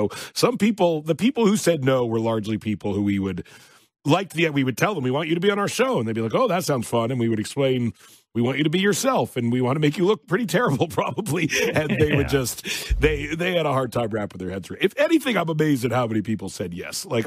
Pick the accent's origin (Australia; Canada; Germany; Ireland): Canada; As a Canadian